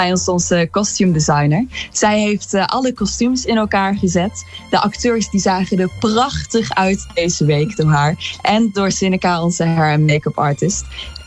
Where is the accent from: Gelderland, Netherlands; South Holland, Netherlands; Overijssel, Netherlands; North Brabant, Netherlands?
Overijssel, Netherlands; Almelo; Ik kom uit Almelo